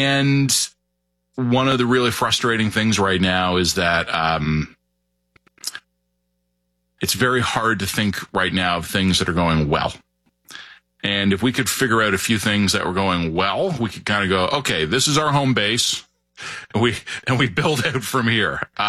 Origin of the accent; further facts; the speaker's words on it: Toronto, Ontario, Canada; So my hometown, Toronto, is going to be one of the host cities for the upcoming World Cup.